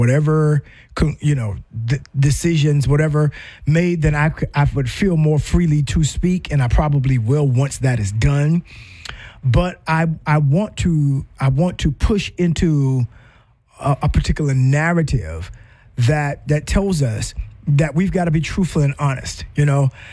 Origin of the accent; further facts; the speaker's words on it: the South, United States; I grew up in the South.